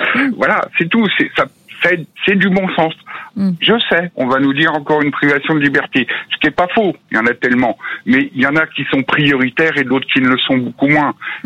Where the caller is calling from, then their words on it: Ribécourt, Hauts-de-France, France; Ah bah là, je suis au travail, j'appelle de Paris. Sinon, je suis à Ribécourt, dans l'Oise.